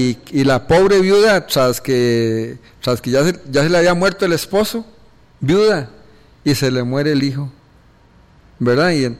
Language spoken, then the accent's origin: Spanish; Costa Rica; nosotros somos mañosos, ¿verdad? Los ticos